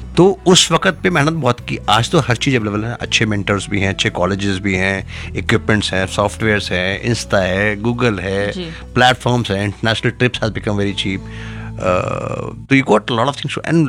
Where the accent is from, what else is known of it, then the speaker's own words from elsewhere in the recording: Bihar, India; मैं तो बिहार से हूँ.